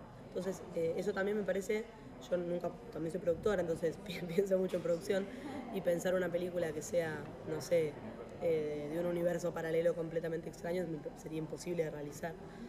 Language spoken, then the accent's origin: Spanish; Buenos Aires Province, Argentina; moved away as an adult; now in Buenos Aires, Argentina; Yo crecí en el conurbano bonaerense, pero toda mi vida fue... Ahora vivo en Buenos Aires, igual en Capital, hace muchos años.